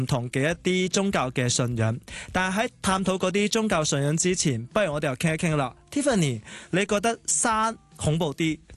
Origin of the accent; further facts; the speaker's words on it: Chaozhou, Guangdong, China; 即系虽然我系潮州人啦，都系好近海啦